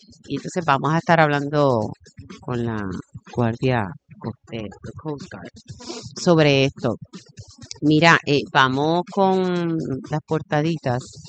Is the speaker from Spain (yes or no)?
no; Puerto Rico; Pero así estamos en PR. Pero nada, somos boricua.